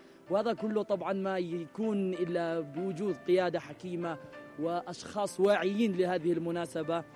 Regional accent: Somalia; also born or lived in Yemen; صومالي من مواليد اليمن

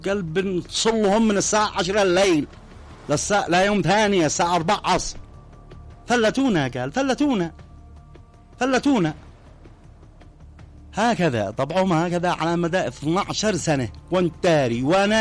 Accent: Yemen; وانت يمني وانا يمني

